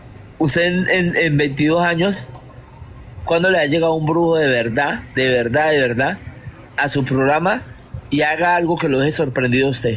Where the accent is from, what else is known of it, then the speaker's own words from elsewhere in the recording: Buenaventura, Valle del Cauca, Colombia; yo soy de Buenaventura